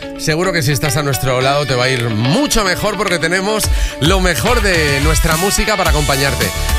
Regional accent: Aspe, Valencian Community, Spain; Día importante en mi pueblo, en Aspe, en Alicante, porque hoy es el Día de la Virgen de las Nieves

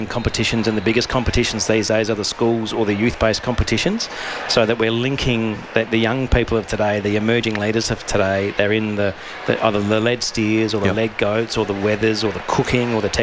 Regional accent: Hallett, South Australia, Australia; I grew up in Grey, in the electorate of Grey, so at Hallett, north of Burra, about 200 kilometres north of here, and on a wheat and sheep property

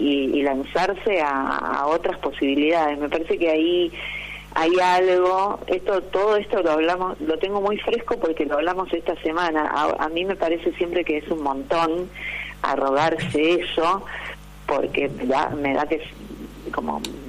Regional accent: Buenos Aires, Argentina; yo, como porteña, sí, pura y dura, porque tengo ese problema, que amo Buenos Aires, soy porteña y estoy orgullosa de serlo

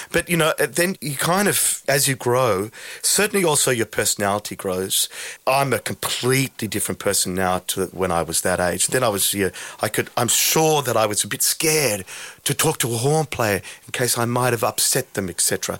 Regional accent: Australia; Are you American? I said, no. And he said, are you English? I said, no, I'm Australian. He said, oh, you're Australian, okay.

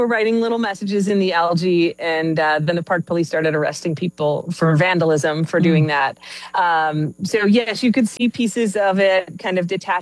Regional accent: Illinois, United States; I used to go to like the Crystal Lake Carnival when I was growing up in Illinois.

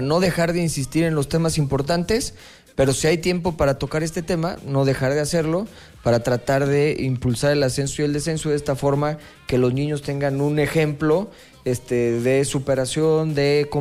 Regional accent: Querétaro, Mexico; de todos los que somos ciudadanos queretanos

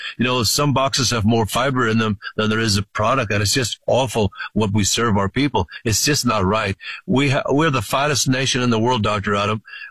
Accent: Ireland; now in United States

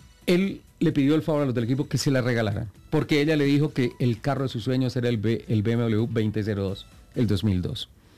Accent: Colombia; Yo soy colombiano.

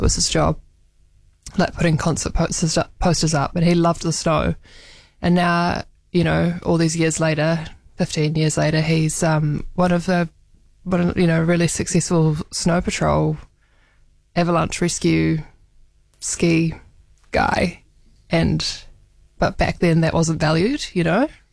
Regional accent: Christchurch, Canterbury, New Zealand; moved away as an adult; also born or lived in Dunedin; I was born in Christchurch, grew up in Christchurch, left after high school to study in Dunedin, and then sort of have lived in a few places since then.

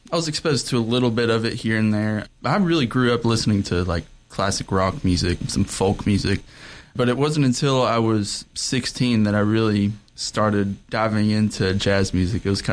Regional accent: Morristown, Tennessee, United States; also born or lived in Hamburg, Michigan; now in Knoxville, United States; Lived there for the first 3 or so years of my life and then moved down to Tennessee in Morristown. And yeah, lived there until I came to college, and then I've been in Knoxville ever since then.

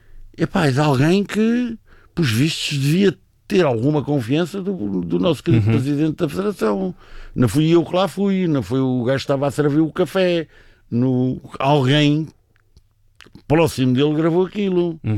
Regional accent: Portugal; Não, nós somos portugueses, estamos de visita, estamos cá a fim de semana.

